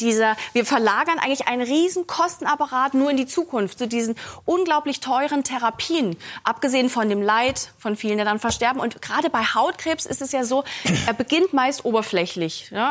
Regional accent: Saxony, Germany; ich komme aus Sachsen

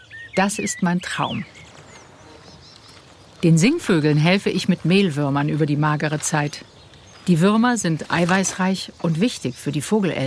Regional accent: Munich, Bavaria, Germany; beginne ich im Frühling meine Reise dort, wo ich aufgewachsen bin. In München, im Garten meiner Mutter.

